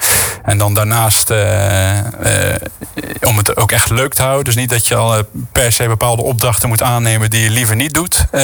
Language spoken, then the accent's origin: Dutch; Dordrecht, South Holland, Netherlands; Geboren en getogen in Sterrenburg.